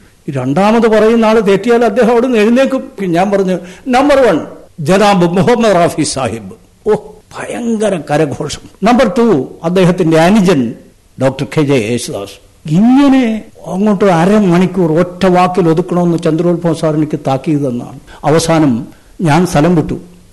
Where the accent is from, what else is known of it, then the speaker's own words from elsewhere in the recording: Kerala, India; നമ്മുടെ നാടിന്റെ, കേരളത്തിന്റെ